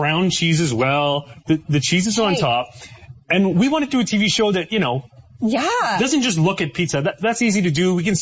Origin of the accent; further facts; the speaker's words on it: Ottawa, Ontario, Canada; I'm from Ottawa, and so I got introduced to Stacey